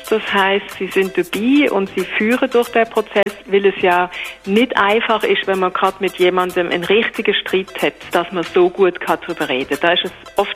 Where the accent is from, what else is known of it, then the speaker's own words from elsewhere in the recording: Leipzig, Saxony, Germany; born there; ich bin geboren in Leipzig.